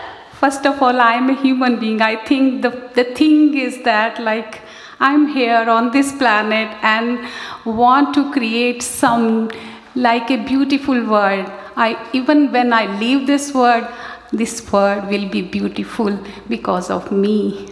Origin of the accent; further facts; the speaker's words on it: India; moved away as an adult; Like, it's been 3 years I'm here from India.